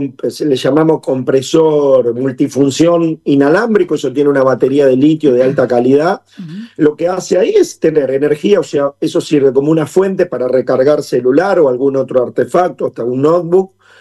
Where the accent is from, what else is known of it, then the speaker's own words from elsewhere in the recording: Argentina; cómo somos los argentinos